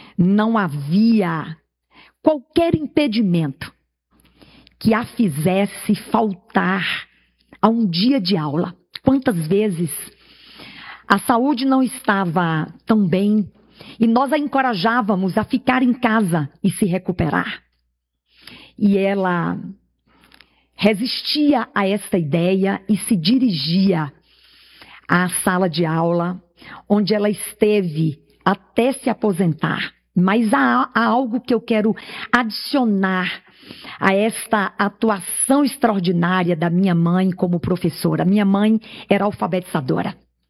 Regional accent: Bahia, Brazil; moved away; E a minha mãe, que ainda vive no sertão da Bahia, de onde vim

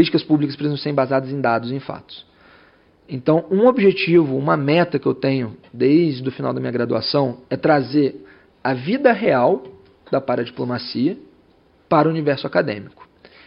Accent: Niterói, Rio de Janeiro, Brazil; sou de Niterói

